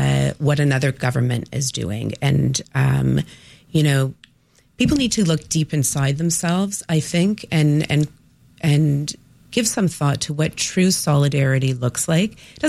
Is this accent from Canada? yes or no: yes; Canada; I'm Canadian. I'll criticize the Canadian government all day long.